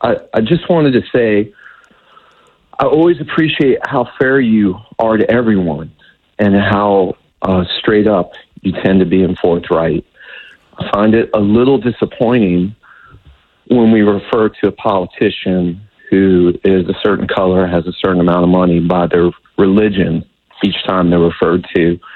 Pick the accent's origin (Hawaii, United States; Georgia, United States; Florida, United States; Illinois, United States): Georgia, United States; Atlanta; I grew up in Atlanta.